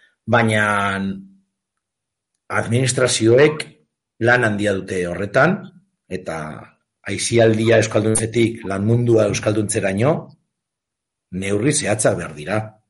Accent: Pamplona, Navarre, Spain; Eta zer esanik ez, ni iruindarra naiz, iruinean bizi naiz

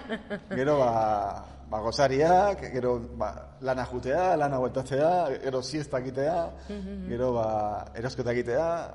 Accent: Villabona, Basque Country, Spain; born there; now in Urdiain, Spain; Ni jaio naiz, Bilabonan, eta Urdiain daramat, ba, 6 urte ingo ditut.

